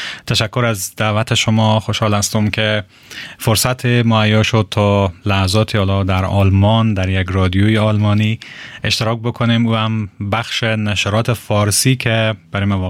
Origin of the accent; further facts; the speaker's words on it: Herat, Afghanistan; در واقع در هرات بزرگ شدم، تولد شدم، مکتب در هرات خواندم و افتخار از داشتم که از لیسه انقلاب اسلامی هرات فارغ شدم